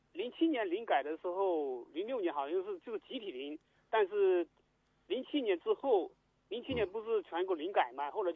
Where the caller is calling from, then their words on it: Jishui, Jiangxi, China; 吉水的。